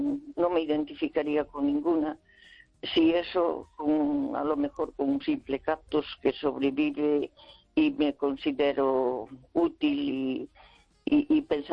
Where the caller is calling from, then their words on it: Santiago de Compostela, Galicia, Spain; de Santiago.